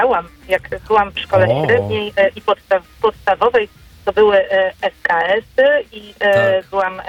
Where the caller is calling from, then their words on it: Radzyń Podlaski, Lublin Voivodeship, Poland; Z Radzenia Podlaskiego.